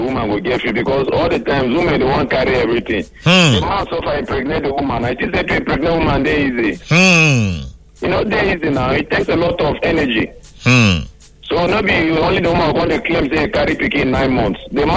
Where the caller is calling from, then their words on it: Ibusa, Delta, Nigeria; I'm calling from Ibuzo.